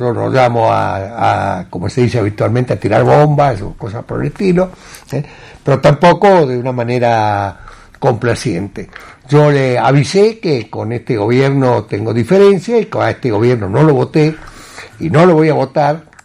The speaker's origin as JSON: {"language": "Spanish", "country": "Argentina", "said": "Todos somos argentinos"}